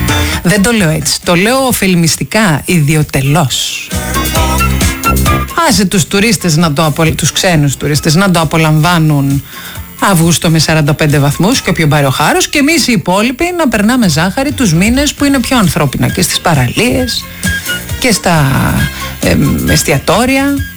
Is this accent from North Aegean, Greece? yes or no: no; Lefkada, Ionian Islands, Greece; Προφανώς αναφέρομαι στη Λευκάδα, την πατρίδα μου.